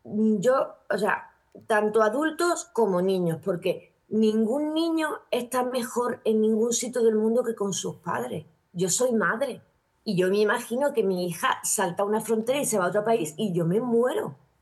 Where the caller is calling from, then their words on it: Ceuta, Spain; nosotros en Ceuta